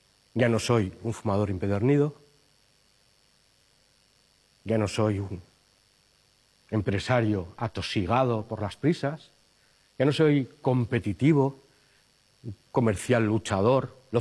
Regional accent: Navarre, Spain; En mi tierra, allá en Navarra

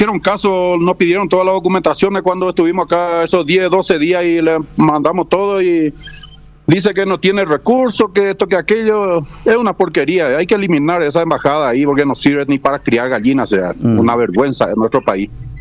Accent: Lima, Peru; Nosotros vinimos de Lima, Perú, ajustados ya para llegar a Paraguay, porque subieron todos los combustibles muy caros

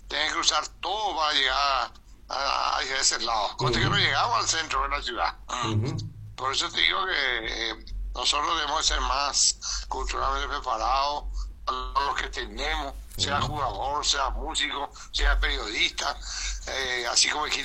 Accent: Argentina; Totalmente de acuerdo contigo. Yo soy Argentina también.

